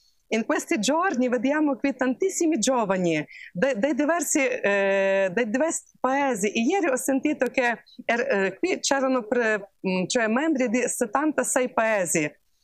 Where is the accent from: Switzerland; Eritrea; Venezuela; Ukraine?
Ukraine; Italian is a second language; Siccome proveniamo dall'Ucraina, dove purtroppo c'è la guerra, e qui siamo venuti appunto per pregare per la pace